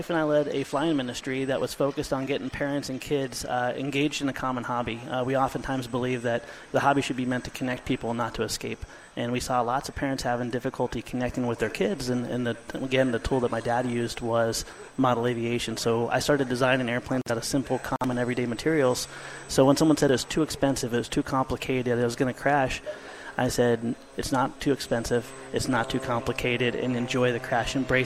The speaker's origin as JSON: {"language": "English", "region": "Ohio", "country": "United States", "tie": "born or raised there", "said": "I grew up in Ohio on a little tiny airport. My dad flew a BC-12D in the backyard"}